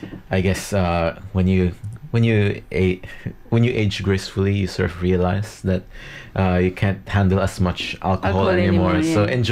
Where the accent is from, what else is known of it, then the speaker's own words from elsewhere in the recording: Philippines; Well, being Filipino, that's the stereotype